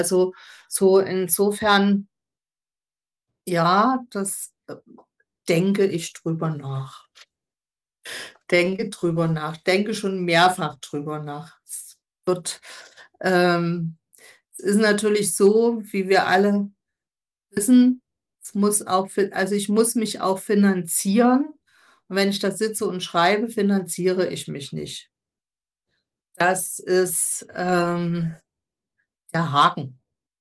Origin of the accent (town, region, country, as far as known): Dresden, Saxony, Germany